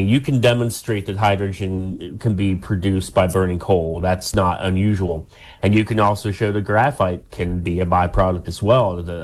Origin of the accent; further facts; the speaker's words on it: Pleasants County, West Virginia, United States; I'm from Pleasants County.